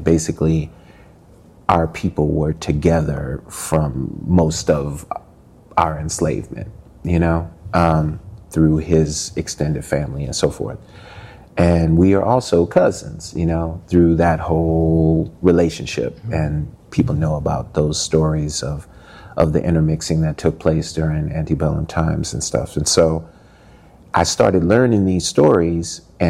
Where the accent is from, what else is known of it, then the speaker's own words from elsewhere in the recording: St. Louis, Missouri, United States; moved away; also born or lived in Tennessee; They separated when I was like 3. And I was moved from rural Tennessee, where I was born, to St. Louis. And I grew up in St. Louis. And then I've been here for 30 plus years, as well as some other places.